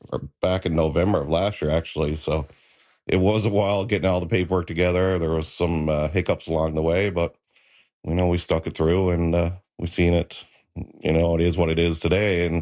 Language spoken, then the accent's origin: English; Clarenville, Newfoundland and Labrador, Canada; I grew up in Clarenville